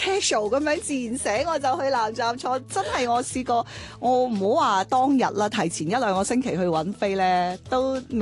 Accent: Guangdong, China; 我哋作为广东人都比较熟悉啲呀

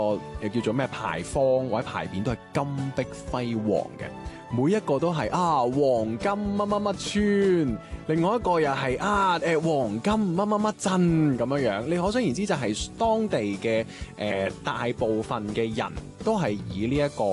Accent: Guangdong, China

